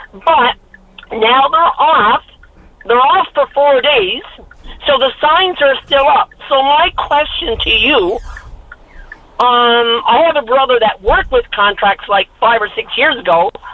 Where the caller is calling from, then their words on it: Deer Lake, Newfoundland and Labrador, Canada; I'm from Deer Lake.